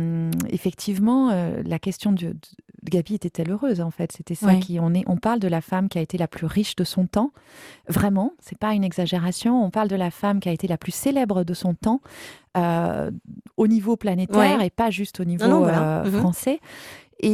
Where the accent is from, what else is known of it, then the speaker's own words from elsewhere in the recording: Aix-en-Provence, Provence-Alpes-Côte d'Azur, France; Donc je suis provençale, je suis aixoise, ma famille est très marseillaise dans ses racines.